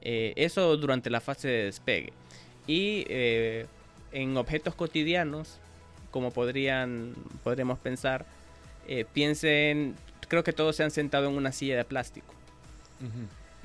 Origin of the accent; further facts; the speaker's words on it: Honduras; desde mi perspectiva como docente y como hondureño